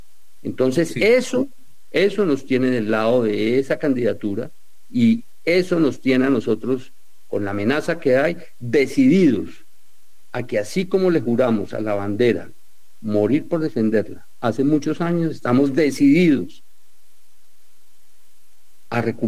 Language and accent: Spanish; Colombia